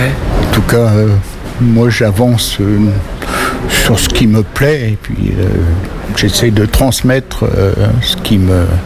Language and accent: French; Nouvelle-Aquitaine, France; born there; Ce sont mes origines, donc je suis né ici en Dordogne, sur les bords de la Drôme. Ma famille était ici.